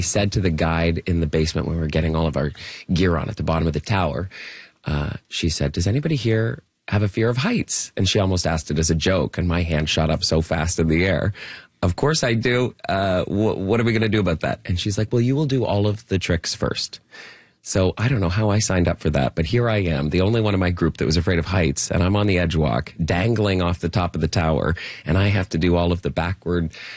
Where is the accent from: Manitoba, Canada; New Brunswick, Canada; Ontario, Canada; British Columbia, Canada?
Ontario, Canada; Whitby; moved away as an adult; now in Toronto, Canada; growing up in Whitby